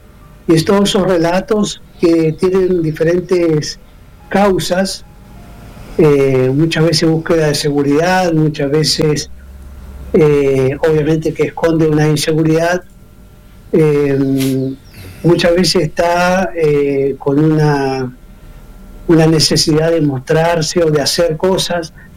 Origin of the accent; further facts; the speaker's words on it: Mendoza, Argentina; moved away as an adult; now in Chile; Yo soy de Mendoza. Hace 20 años conocí a mi esposa, chilena, y ella me trajo.